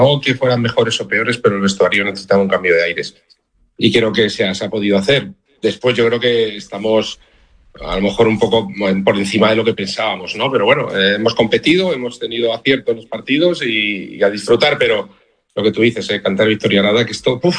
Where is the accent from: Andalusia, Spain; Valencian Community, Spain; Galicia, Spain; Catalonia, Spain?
Valencian Community, Spain; Altea; he podido disfrutar de las fiestas de mi pueblo en que mi hija era reina y entonces hemos aprovechado.